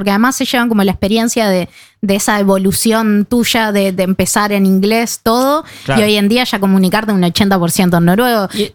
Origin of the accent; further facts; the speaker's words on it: Uruguay; now in Norway; como uruguaya no puedo tapar el sol con un dedo